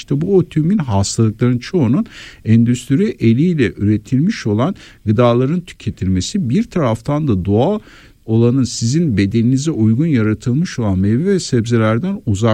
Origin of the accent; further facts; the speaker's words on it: Şanlıurfa, Turkey; born there; moved away; benim memleketim Güneydoğu, Urfa bölgesi.